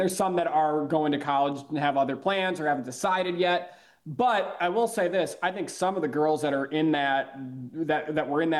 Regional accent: Chicago, Illinois, United States; But I tell you what, man, look, I'm from Chicago, right? I'm not going to try to pretend that I'm some sort of cowboy or some sort of rancher, because I'm not

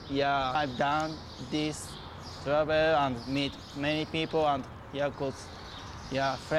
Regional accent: Japan; English is a second language; moved away as an adult; now in United States; I'm from Japan

